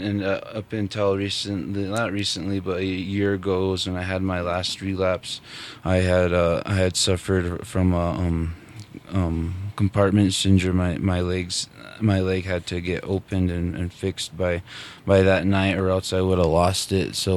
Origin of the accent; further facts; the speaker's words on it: Taos Pueblo, New Mexico, United States; I'm from Taos Pueblo.